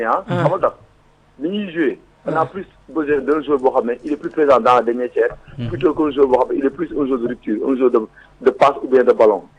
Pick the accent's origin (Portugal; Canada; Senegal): Senegal; je suis un Sénégalais